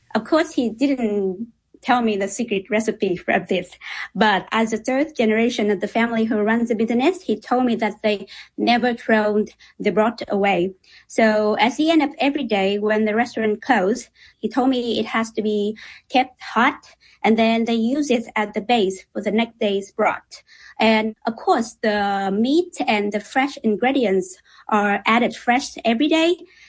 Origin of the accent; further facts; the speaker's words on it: Vietnam; really nervous because I'm from Vietnam